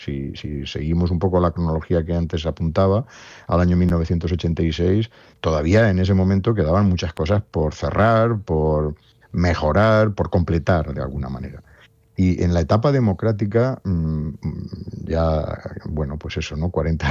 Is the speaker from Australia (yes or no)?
no; Spain; nuestro país como españoles